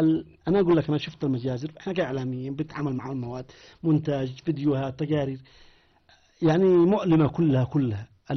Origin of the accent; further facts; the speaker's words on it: Yemen; أقول لك إحنا بين اليمنيين عاد إحنا قاتلنا عاد إحنا الوالد جرب من صنعاء